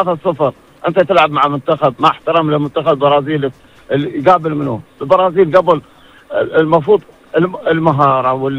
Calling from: United Arab Emirates; معك … من الإمارات

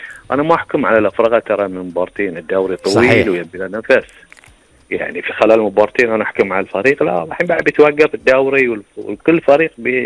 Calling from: Bahrain; إحنا كبحرينيين

